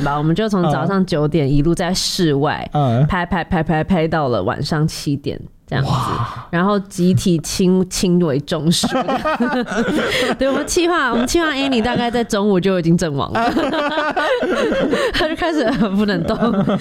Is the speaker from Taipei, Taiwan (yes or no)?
yes; Beitou, Taipei, Taiwan; born there; 因为我就是北投出生的孩子嘛，